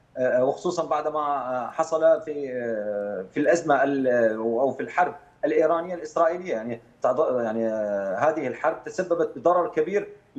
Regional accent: Syria; بالنسبه لنا كسوريين

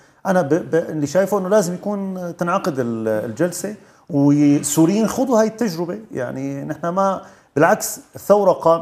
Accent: Syria; بالنسبة لنا كسوريين

